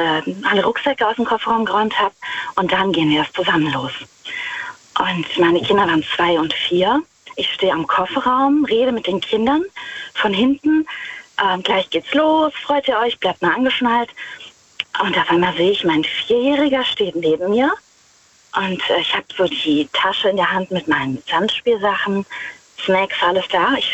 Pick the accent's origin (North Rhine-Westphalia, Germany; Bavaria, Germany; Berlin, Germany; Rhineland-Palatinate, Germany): Rhineland-Palatinate, Germany; Ich bin aus der Nähe von Wittlich.